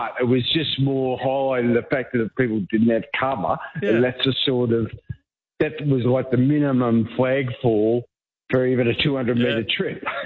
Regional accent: Traralgon, Victoria, Australia; I'm from Traralgon, and it was at the local hospital where I had a turn after donating blood.

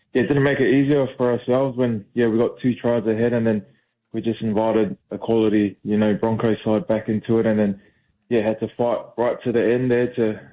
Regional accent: Brisbane, Queensland, Australia; also born or lived in Logan; now in Gold Coast, Australia; Oh, I grew up in Brisbane pretty much my whole life. And then the start of my career at the Titans, I still stayed up in Logan. And it's only been the last 5 years I've moved down to the Gold Coast

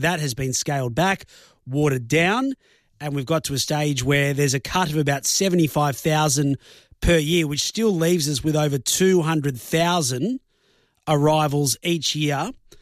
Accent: Australia; I don't agree with this approach as an Aussie that wants to employ locals

